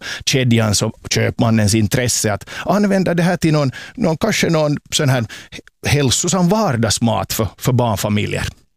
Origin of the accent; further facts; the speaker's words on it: Turku, Southwest Finland, Finland; Och som åbobo, jag förstår absolut, jag har ju också själv kärleken till biskopsmunken